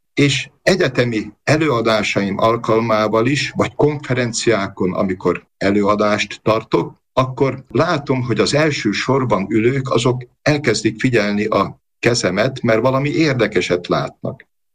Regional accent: Hrušov, Košice Region, Slovakia; also born or lived in Rožňava; Valóban Rozsnyón születtem, annak idején már a kórházi születések voltak, én ott születtem, de körtvélyesen nevelkedtem föl. 15 éves koromban kerültem el Kassára.

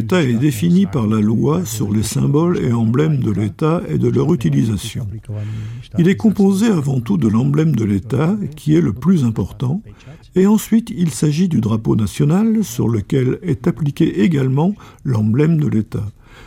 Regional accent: Slovakia; Chez nous en Slovaquie, le tabar de l'héraldiste est rouge et est marqué de la double croix blanche sur trois colonnes bleues

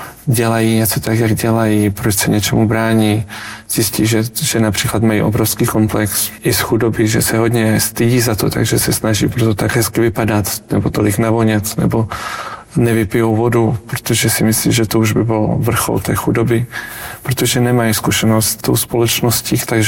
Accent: Brno, South Moravian Region, Czechia; Pocházím z Brna, narodil jsem se vlastně v křesťanské rodině a můj otec je pravoslavný kněz.

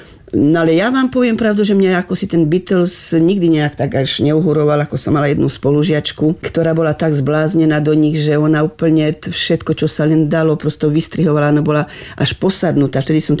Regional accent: Veľké Kapušany, Košice Region, Slovakia; born there; moved away

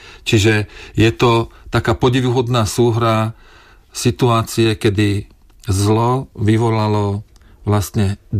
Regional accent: Voderady, Trnava Region, Slovakia; moved away; Ja nikde netajím, že pochádzam zo západoslovenskej obce Voderady, ktorá sa nachádza 11 km južne od Trnavy

